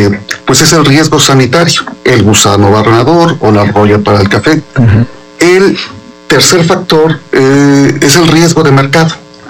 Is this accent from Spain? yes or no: no; Mexico; Es la base de nuestra dieta como mexicanos.